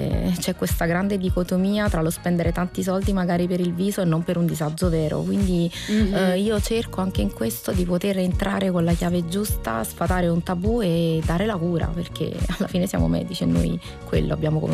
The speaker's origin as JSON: {"language": "Italian", "country": "Switzerland", "said": "Tu sai bene, perché io sono svizzera"}